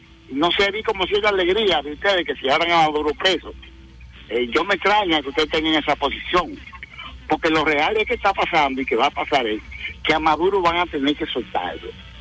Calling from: Bonao, Monseñor Nouel, Dominican Republic

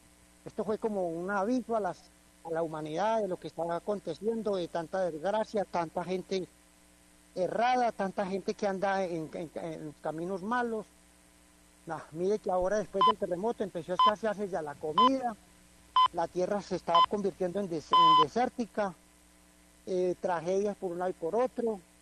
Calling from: La Celia, Risaralda, Colombia; Aquí me encuentro en la Celia Risaralda, vereda Caimalito Alto.

